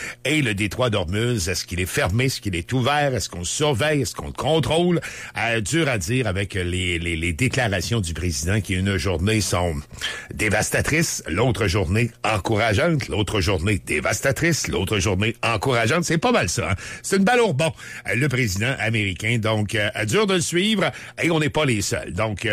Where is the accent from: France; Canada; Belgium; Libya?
Canada; Quebec